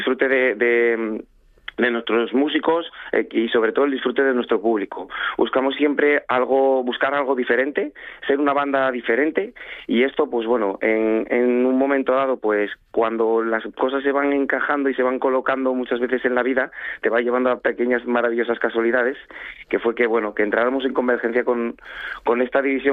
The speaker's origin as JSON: {"language": "Spanish", "town": "Avilés", "region": "Asturias", "country": "Spain", "said": "Yo Avilés, porque uh-huh. yo soy avilesino 100%, es mi tierra, y siempre estoy muy orgulloso de a cualquier lado al que voy, pues ir con Avilés por bandera"}